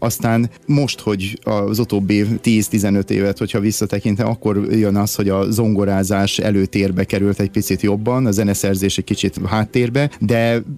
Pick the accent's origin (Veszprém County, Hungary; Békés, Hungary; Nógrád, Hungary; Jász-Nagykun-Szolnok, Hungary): Nógrád, Hungary; Balassagyarmat; volt a balassagyarmati udvarunkban, onnan származom